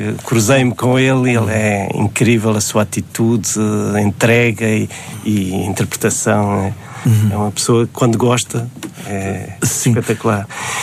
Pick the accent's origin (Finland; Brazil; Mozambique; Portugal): Mozambique; Quando era miúdo, em Moçambique...